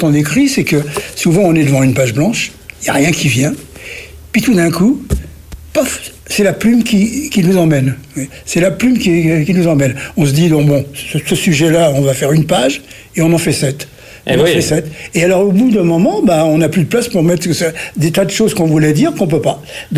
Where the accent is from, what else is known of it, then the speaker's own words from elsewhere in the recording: Paris, Île-de-France, France; moi je suis né à Montmartre.